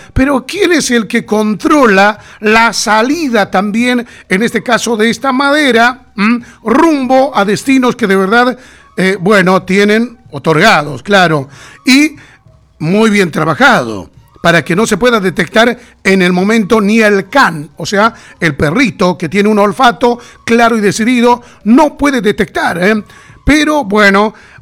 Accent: Bolivia

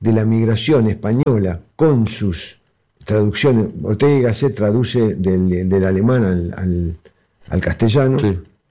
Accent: Argentina; also born or lived in Spain; yo soy muy argentino

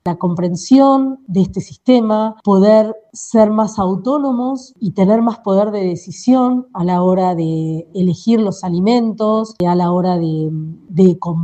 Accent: Argentina; now in Santa Fe, Argentina; soy de Argentina, viviendo en la provincia de Santa Fe, la ciudad de Santa Fe, precisamente

